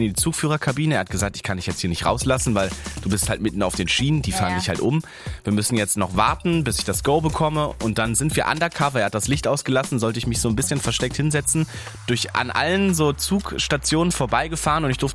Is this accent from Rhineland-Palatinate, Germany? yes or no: no; Berlin, Germany; Da war ich noch zu Hause in Berlin, ja. In meiner Heimat.